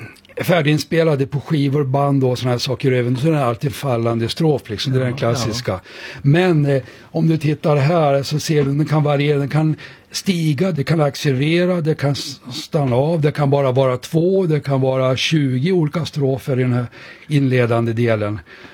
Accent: Surahammar, Västmanland County, Sweden; moved away as an adult; also born or lived in Uppsala; jag är ju född i Surahammar. När jag flyttade till Uppsala och började läsa biologin så märkte jag att de sjunger helt annorlunda i Uppsala än i mina hemtrakter.

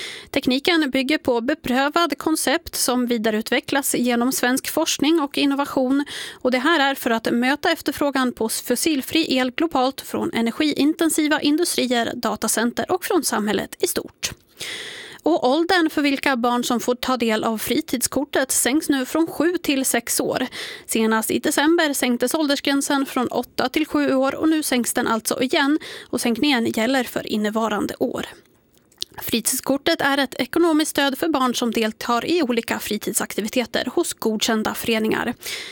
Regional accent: Västra Götaland County, Sweden; Och tipsar om en låt då från en ort ifrån min hembygd. Och då pratar vi ju Skaraborg.

